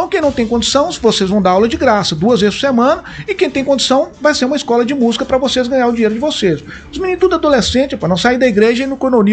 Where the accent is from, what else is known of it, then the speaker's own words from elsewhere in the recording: Coronel Fabriciano, Minas Gerais, Brazil; é um menino da comunidade. Fui nascido e criado ali no Melo Viana, em Coronel Fabriciano.